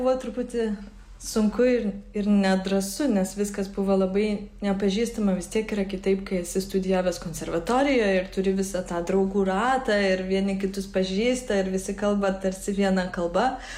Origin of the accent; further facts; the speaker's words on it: Vilnius, Vilnius County, Lithuania; moved away as an adult; now in Copenhagen, Denmark; aš esu iš Vilnius, o Kopenhagoje aš gyvenu jau 16 metų.